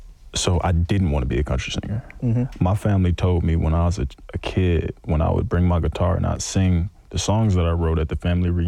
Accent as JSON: {"language": "English", "town": "Atlanta", "region": "Georgia", "country": "United States", "said": "Like, I don't want to do that because, you know, I'm from Atlanta."}